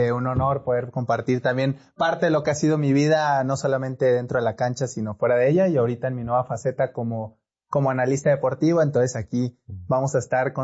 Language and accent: Spanish; Tuxpan, Veracruz, Mexico; born there; Yo soy nacido en México, en Tuxpan, Veracruz.